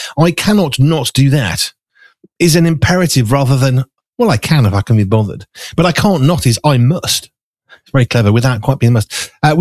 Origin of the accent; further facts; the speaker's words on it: West Midlands, United Kingdom; I'm from the Black Country, okay? That's just the way I was learning to talk as a kid. That's what you do. You talk fast and quite strong accent.